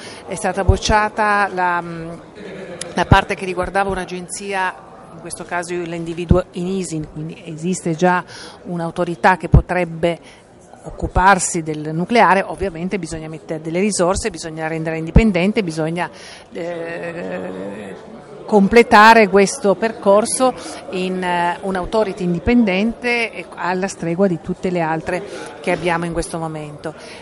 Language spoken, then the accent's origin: Italian; Piedmont, Italy; da piemontese posso dire